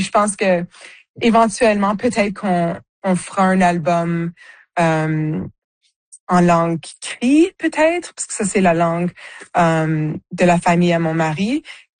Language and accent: French; the Prairies, Canada; c'est certainement d'où moi je viens. Mais je pense que n'importe qui vit dans les prairies a ce sentiment-là